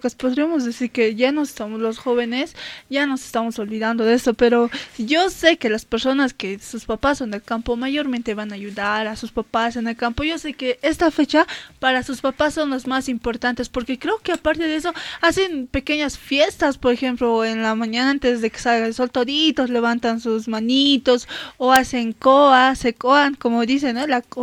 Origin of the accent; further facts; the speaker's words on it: Bolivia; nosotros como bolivianos deberíamos saber todo esto